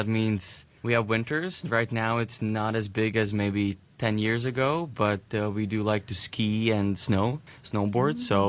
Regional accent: Latvia; now in Hong Kong; I come from Latvia, a beautiful country in Eastern Europe.

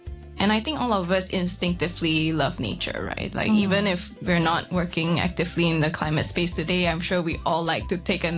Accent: Penang, Malaysia; moved away as an adult; also born or lived in Kuala Lumpur / United Kingdom / United States; now in Hong Kong; Sure. I grew up in Penang, born and raised, and I did my entire primary, secondary school education in a public school in Penang.

